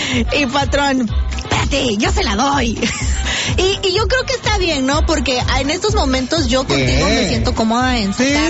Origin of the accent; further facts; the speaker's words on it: Capulalpan, Oaxaca, Mexico; En el pueblo también pasaba, y te he contado que tenemos una tiendita así de chiquita, ahí en Capulalpan, y luego llegaban los muchachos, ¿no?